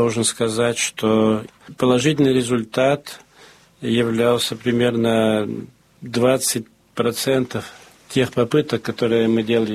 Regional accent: France; also born or lived in Moscow / Athens; Я родился во Франции и всегда там жил, за исключением 3 лет, которые я проживал в Москве как представитель французского банка от 1973 до 1976 года

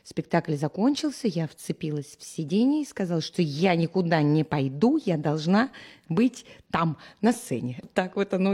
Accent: Yaroslavl, Yaroslavl Oblast, Russia; На время поехали, папа мой здесь родился, а уже я родилась в Ярославле, как-то, ну, осели, ассимилировались, я вообще ни о чем не жалею, прекрасный город.

